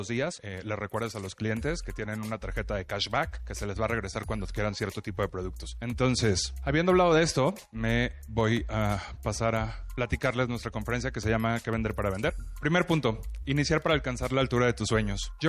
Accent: Aguascalientes, Mexico; moved away as an adult; now in San Luis Potosí, Mexico; Yo estudié en la Universidad Autónoma de Aguascalientes, soy de Aguascalientes, llevo ya 10 años, bueno, 11 años viviendo aquí en San Luis Potosí.

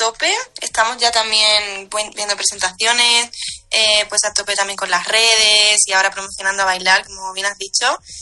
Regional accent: Córdoba, Andalusia, Spain; moved away as an adult; now in Menorca, Spain; me mudé completamente, o sea, yo soy de Córdoba, de España, uh-huh. Y me mudé a Menorca, que es una de las Islas Baleares

